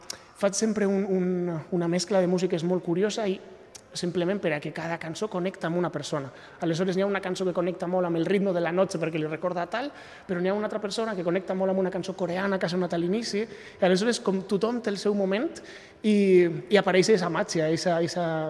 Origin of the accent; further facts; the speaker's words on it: Mascarell, Valencian Community, Spain; soc de Mascarell, que és un poblet molt petit a Castelló, a València.